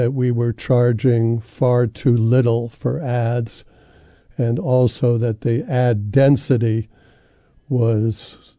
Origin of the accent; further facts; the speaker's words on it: New York City, New York, United States; moved away as an adult; also born or lived in Boston; I grew up in New York City, and I was familiar with the Village Voice there. And then I went to school in Boston